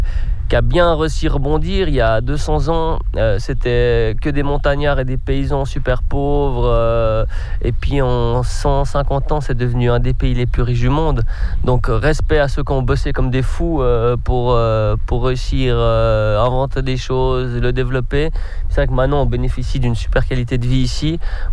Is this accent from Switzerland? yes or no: yes; Switzerland